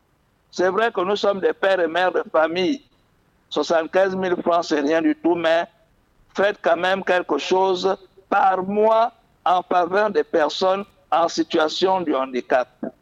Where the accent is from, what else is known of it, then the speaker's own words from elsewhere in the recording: Gabon; Nous sommes aussi des Gabonais comme vous.